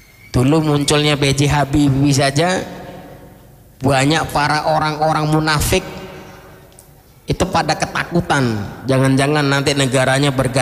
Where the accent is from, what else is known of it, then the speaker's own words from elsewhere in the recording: Aceh, Indonesia; Karena kebetulan saya orang Aceh, paham persis konun yang ada di sana.